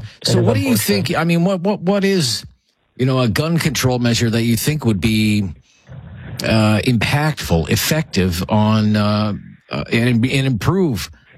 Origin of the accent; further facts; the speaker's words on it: Nova Scotia, Canada; I grew up in a small town in Cape Breton. I was told once in my hometown there were probably more guns than people.